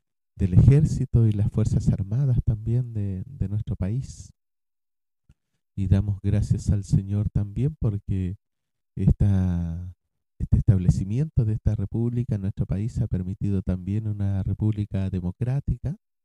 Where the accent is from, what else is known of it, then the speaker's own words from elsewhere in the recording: Chile; Para nosotros acá en Chile